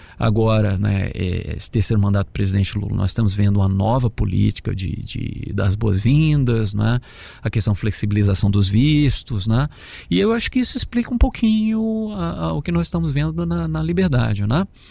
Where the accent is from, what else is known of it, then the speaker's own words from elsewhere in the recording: Brazil; Eu cresci no Brasil, os nossos laços com, óbvio, né, imigração japonesa, nós tivemos comunidades aqui em São Paulo, Paraná, etc.